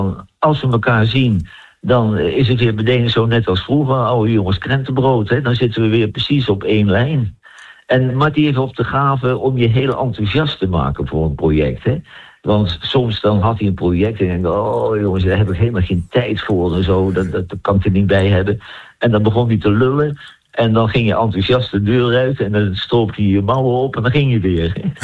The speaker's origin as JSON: {"language": "Dutch", "region": "Gelderland", "country": "Netherlands", "tie": "born there", "moved": "yes", "said": "ik ben in de Betuwe geboren"}